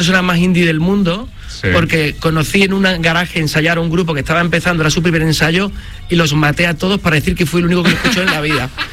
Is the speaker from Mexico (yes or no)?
no; La Rinconada, Andalusia, Spain; echarme la espalda a la caseta de feria de mi pueblo.